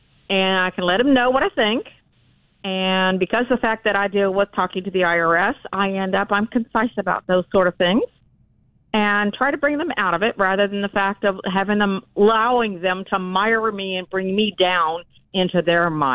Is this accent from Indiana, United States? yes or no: no; California, United States; I grew up originally in California, the granola state.